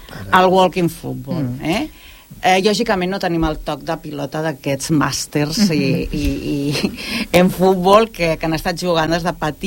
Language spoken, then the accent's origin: Catalan; L'Hospitalet de Llobregat, Catalonia, Spain; jo soc de, no soc d'aquest municipi, soc d'Hospitalet